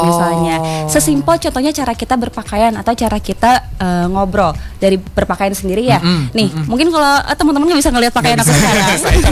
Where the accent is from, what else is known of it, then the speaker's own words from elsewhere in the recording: Bogor, West Java, Indonesia; born there; kita kan lahir di Bogor, di Kota Bogor